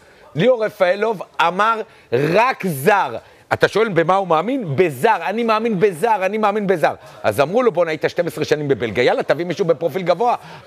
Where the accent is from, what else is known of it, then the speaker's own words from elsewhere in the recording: Hadera, Haifa District, Israel; אצלנו בשכונה בחדרה שגדלנו